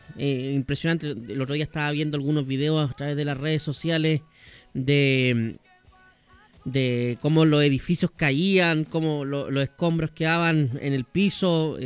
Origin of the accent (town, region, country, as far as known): Chile